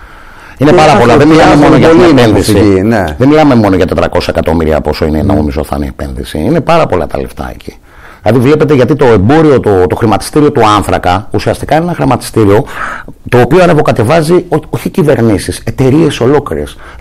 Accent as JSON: {"language": "Greek", "town": "Aliveri", "region": "Central Greece", "country": "Greece", "tie": "born or raised there", "said": "στο Αλιβέρι την. Γενέτειρά μου, την ιδιαίτερη πατρίδα μου, το Αλιβέρι Ευβίας"}